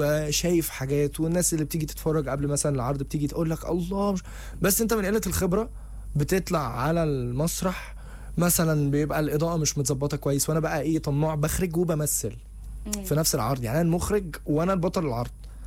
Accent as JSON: {"language": "Arabic", "town": "Alexandria", "region": "Alexandria Governorate", "country": "Egypt", "also_born_or_lived": "Cairo", "moved": "as an adult", "said": "انا اصلا من اسكندريه فانا عشت 8 سنين فلوحدي مغترب في القاهره"}